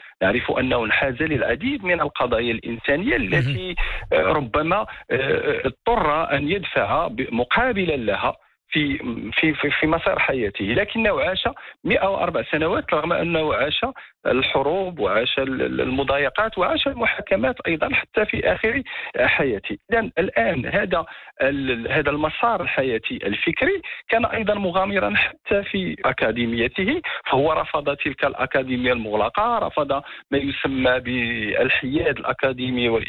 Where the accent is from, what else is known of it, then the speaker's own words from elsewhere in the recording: Morocco; أننا كمغاربة تربطنا بإدغار مورا